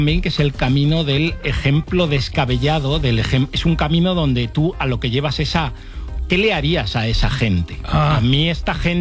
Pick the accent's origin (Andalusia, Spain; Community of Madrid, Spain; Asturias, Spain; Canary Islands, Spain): Community of Madrid, Spain; Madrid; Yo reivindico el derecho de los madrileños también a que no nos hablen, ¿eh? O sea, yo soy madrileño, pero tampoco sociable.